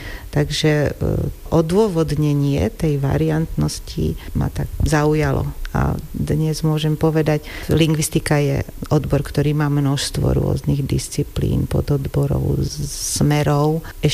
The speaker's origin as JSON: {"language": "Slovak", "town": "Gelnica", "region": "Košice Region", "country": "Slovakia", "tie": "born or raised there", "said": "Pochádzam z Gelnice. Gelnica je mesto v južnej časti Spiša, ktoré má vôbec táto oblasť, má veľmi zaujímavý dialekt. A okrem toho moji rodičia pochádzajú z Gemera."}